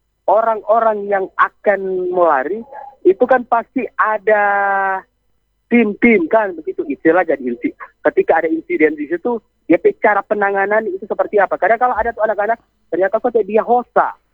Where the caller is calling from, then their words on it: Motoling, North Sulawesi, Indonesia; dari Motoling, Kabupaten Minahasa Selatan.